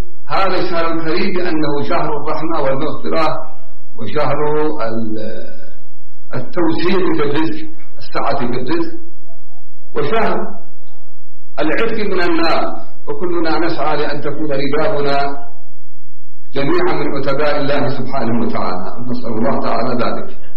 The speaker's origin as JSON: {"language": "Arabic", "country": "Yemen", "said": "عندنا في اليمن"}